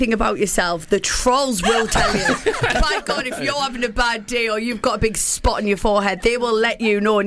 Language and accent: English; Southend-on-Sea, East of England, United Kingdom; So I'm originally from Southend in Essex.